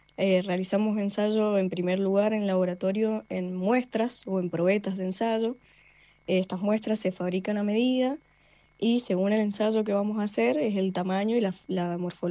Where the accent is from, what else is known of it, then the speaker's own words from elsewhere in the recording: Mendoza, Argentina; Yo soy de Mendoza.